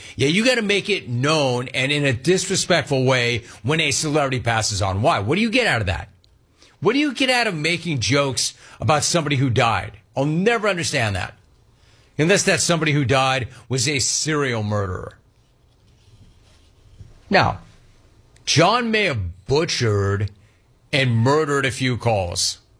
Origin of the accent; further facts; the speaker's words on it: Los Angeles, California, United States; As a comp, I grew up in Los Angeles. I grew up listening to Vin Scully.